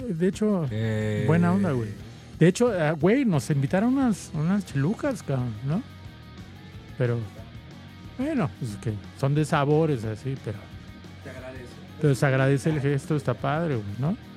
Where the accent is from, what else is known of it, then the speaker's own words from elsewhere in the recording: Mexico City, Mexico; Como chilango estoy acostumbrado.